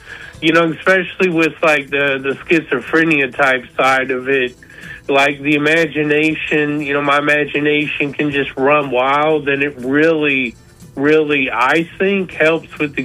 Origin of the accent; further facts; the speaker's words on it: Appalachia, United States; moved away as an adult; now in Alabama, United States; I grew up in Appalachia for 18, 20 years and then moved to Alabama. So that's where I am right now.